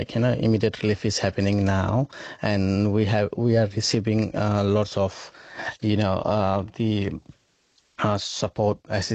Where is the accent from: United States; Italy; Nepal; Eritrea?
Nepal; now in Darwin, Australia; And yeah, I grew up in Nepal. I have a family there. Seeing this happen to our homeland is really heartbreaking.